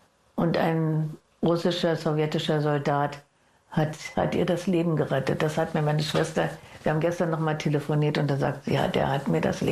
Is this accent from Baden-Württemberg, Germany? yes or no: no; Dahme/Mark, Brandenburg, Germany; born there; Ich bin geboren in Dahme, Mark.